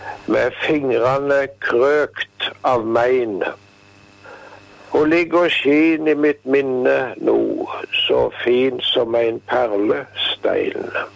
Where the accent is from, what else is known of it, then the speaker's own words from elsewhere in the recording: Rogaland, Norway; Men jeg tenker litt grann tilbake på Jæren der jeg vokste opp.